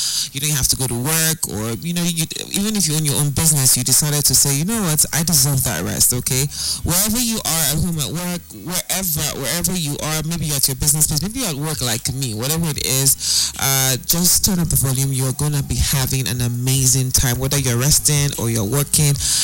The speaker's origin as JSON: {"language": "English", "country": "Nigeria", "said": "being a patriotic Nigerian"}